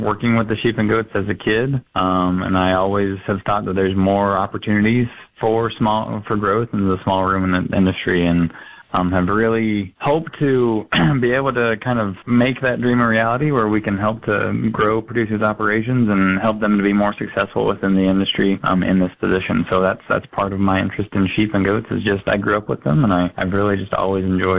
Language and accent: English; Missouri, United States; moved away as an adult; also born or lived in Utah; now in Brookings, United States; I came from Missouri. I grew up on a family farm there where we had a modest-sized cow-calf operation